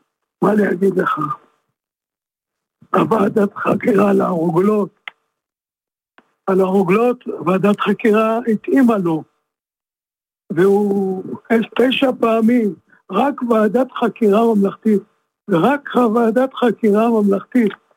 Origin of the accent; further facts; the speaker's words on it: Beersheba, Southern District, Israel; אני בן 70, עוד חודשיים, בן 75. אני בן 3, מגיל 3 אני מבאר שבע.